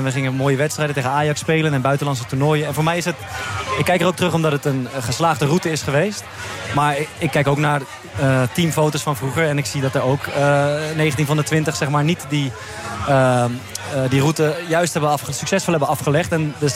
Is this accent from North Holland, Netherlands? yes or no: no; Amersfoort, Utrecht, Netherlands; Voor mij was het ook, ik kwam als een jongen uit Amersfoort.